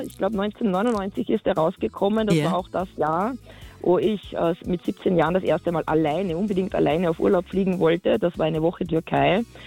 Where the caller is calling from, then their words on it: Hochfeistritz, Carinthia, Austria; Du, ich sitze da gerade bei uns daheim in Hochfeistritz unter unserem 60-jährigen Lindenbaum